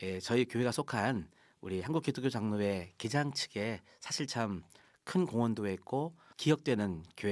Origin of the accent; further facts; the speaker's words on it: Jeju, South Korea; moved away as an adult; also born or lived in Cheongju; now in Pohang, South Korea; 고향이 제주도예요. 오. 19대 손으로서 정말 제주도 토박이였는데요. 하나님의 부르심 속에 우리 한신대학교를 입학하게 되면서 이렇게 육지로 올라온 그런 입장이 되겠습니다.